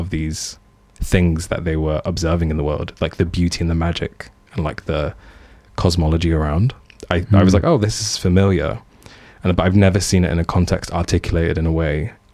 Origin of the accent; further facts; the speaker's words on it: Coventry, West Midlands, United Kingdom; I was really trying not to be I'm from Coventry. I'm Libyan. I'm not going to talk about that.